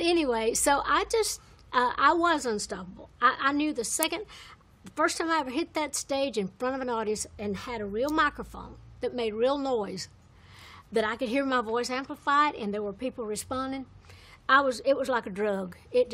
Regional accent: Tennessee, United States; moved away; they had shows in Knoxville, which was just 40 miles from my hometown.

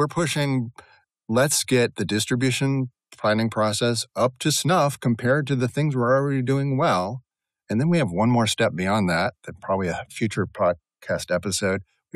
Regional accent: Minnesota, United States; as a Minnesotan

